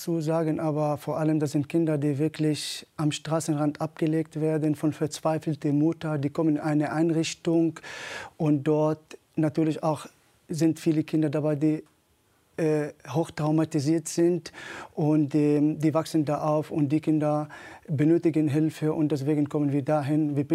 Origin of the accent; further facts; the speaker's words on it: Nazareth, Northern District, Israel; now in Lünen, Germany; Ich bin in Nazareth geboren und aufgewachsen.